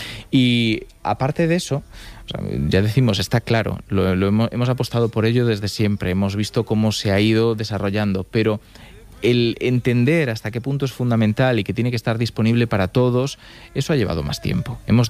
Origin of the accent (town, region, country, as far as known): Galicia, Spain